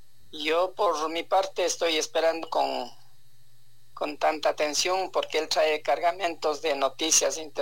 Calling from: Cotopaxi, Ecuador

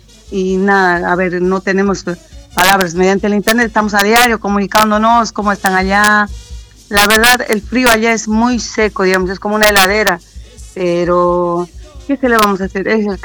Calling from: Buenos Aires, Argentina; le estoy llamando desde Buenos Aires, desde Argentina.

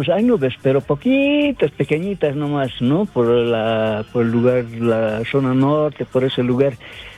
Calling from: Bolivia; saludos también a mi pueblo Alto Saucarí

